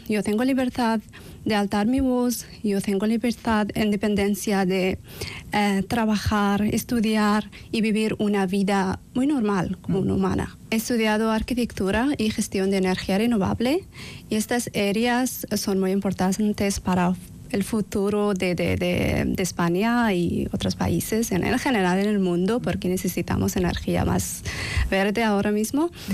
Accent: Kazakhstan; Spanish is a second language; moved away as an adult; now in Basque Country, Spain; yo llegué aquí en 2025 desde Kazajistán y yo llegué aquí para estudiar una formación de lengua española

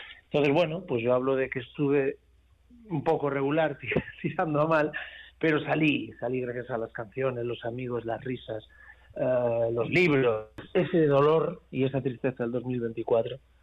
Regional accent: Ferrol, Galicia, Spain; soy del 83, de Ferrol

